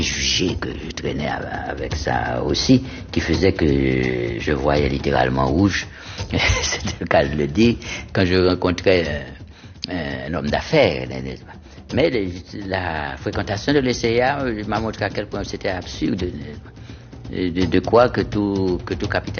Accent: Jacmel, Sud-Est, Haiti; dans ma ville natale

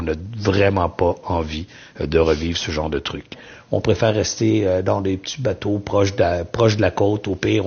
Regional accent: Canada; on avait organisé des vols à partir du Chili pour retourner chez nous, au Canada.

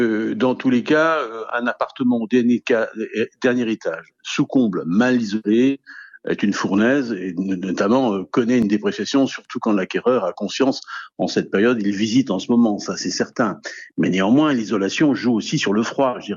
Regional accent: Brittany, France; je suis breton, c'est pour ça que je suis un peu chauvin.

